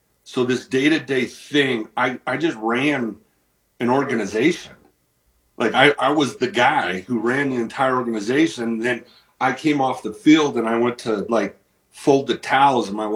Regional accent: Utah, United States; I'm from Utah.

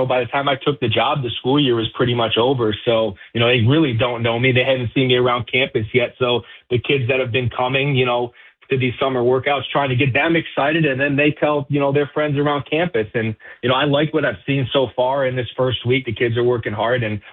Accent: Ohio, United States; Yeah, I grew up just outside of Cleveland. You know, high school football is huge there in all of Ohio, but especially in Northeast Ohio.

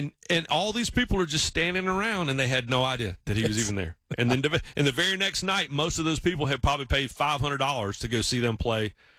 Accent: Raleigh, North Carolina, United States; growing up in the Triangle, growing up in Raleigh, and I had been to games in Chapel Hill, Wake Forest, I mean, East Carolina, obviously NC State, Duke, all of it.

